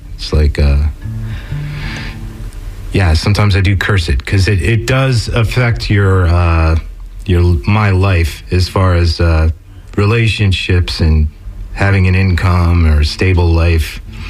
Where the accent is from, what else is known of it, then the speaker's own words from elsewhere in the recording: New Jersey, United States; accent: Northeast; I grew up in New Jersey